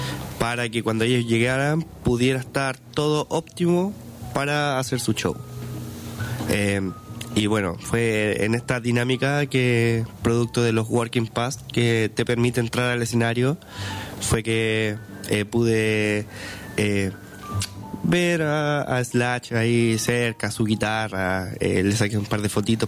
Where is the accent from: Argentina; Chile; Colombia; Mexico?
Chile; soy de Chile